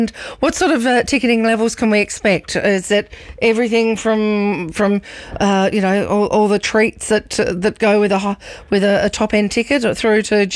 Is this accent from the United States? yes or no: no; Adelaide, South Australia, Australia; being born and bred in Adelaide, I'm going to enjoy that one enormously from both teams.